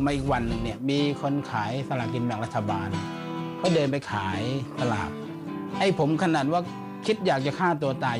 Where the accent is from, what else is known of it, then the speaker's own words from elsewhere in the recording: Suphan Buri, Thailand; born there; สวัสดีครับ … เกิดที่จังหวัดสุพรรณบุรีนะครับ